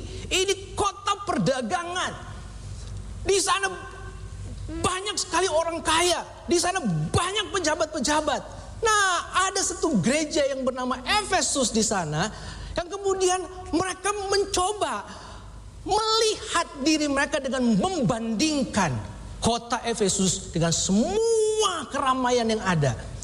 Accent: Manado, North Sulawesi, Indonesia; Saya ini orang kampung saudara. Jadi bayangan kalau orang kampung tinggalnya di kota. Nah, saya dari Manado yang Pak Edi bilang itu tempatnya itu enggak ada dalam peta waktu itu.

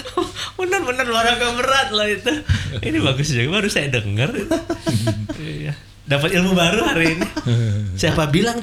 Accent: Jakarta, Indonesia; Kan saya pernah tinggal di Jakarta dulu, besarnya di Jakarta saya.

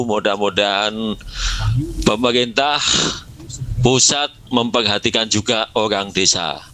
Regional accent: Kediri, East Java, Indonesia; saya itu asli dari desa. Desa saya itu Kediri.

